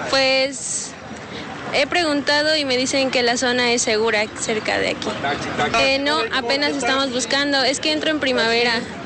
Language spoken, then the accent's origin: Spanish; Chicontepec, Veracruz, Mexico; now in Puebla, Mexico; Vengo de Chicontepec y la verdad sí estoy muy emocionada porque pues son nuevas experiencias y nuevas oportunidades.